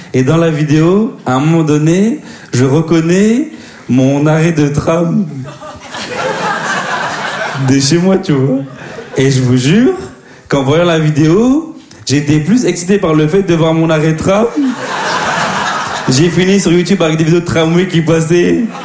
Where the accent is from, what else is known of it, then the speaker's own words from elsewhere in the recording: DR Congo; Hey, moi, je suis congolais, hein. On aime les femmes, mais on préfère les vêtements.